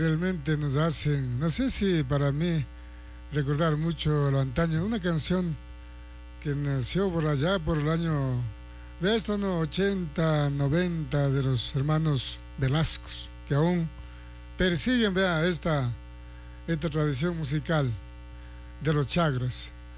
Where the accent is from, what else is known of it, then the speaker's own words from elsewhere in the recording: Cumbijín, San Martín, Peru; estuve en mi tierrita linda, Cumbijín. Regresamos a Bellavista en la Santa Misa